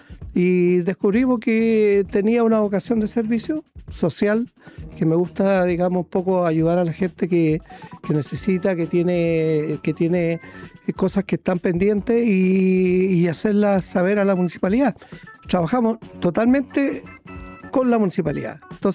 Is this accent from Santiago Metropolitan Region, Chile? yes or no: no; La Serena, Coquimbo, Chile; born there; also born or lived in Potrerillos, Atacama, Chile; now in Vicuña, Chile